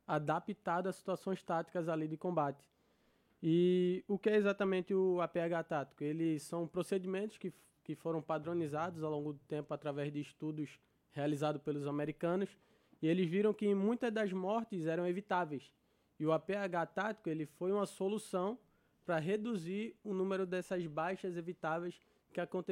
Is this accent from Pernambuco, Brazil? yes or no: yes; Recife, Pernambuco, Brazil; moved away as an adult; Eu sou natural de Recife, Pernambuco.